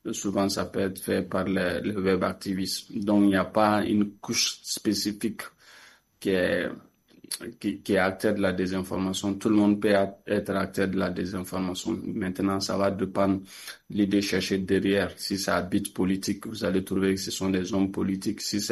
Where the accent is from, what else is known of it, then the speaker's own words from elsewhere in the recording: Mali; chez nous, au Mali